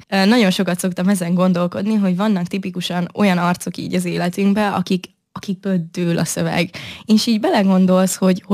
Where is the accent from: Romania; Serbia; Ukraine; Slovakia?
Serbia; Vojvodina; moved away as an adult; now in Hungary; Igazából én szerb közegben nőttem fel, és szerintem ez nagyon kihatással is van a személyiségemre. Nem tudom, hogy mennyire közhelyes ez, hogy a vajdaságiak vagy a szerbek, ők ilyen nagyon lazák